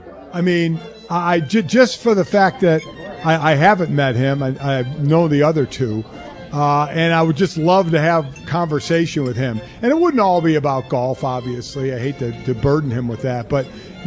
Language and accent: English; Cleveland, Ohio, United States; I actually know Travis to get along with him very, very well. We're both from Cleveland.